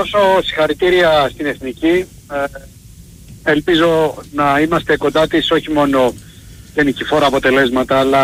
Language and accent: Greek; Northern Greece, Greece; γιατί είμαι βορειοελλαδίτης